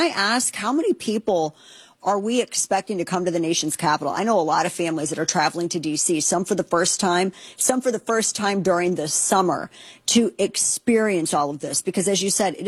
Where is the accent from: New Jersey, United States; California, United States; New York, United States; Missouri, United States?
Missouri, United States; St. Louis; now in Texas, United States; because I live in Texas now, originally from St. Louis, and we had the 1904 World's Fair. That city, my hometown, still to this day talks about.